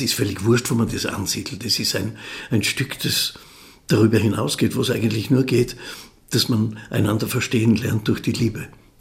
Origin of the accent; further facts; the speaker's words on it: Mautern, Styria, Austria; also born or lived in Eisenerz; Ich bin in Mautern halt in die Volks- und Hauptschule gegangen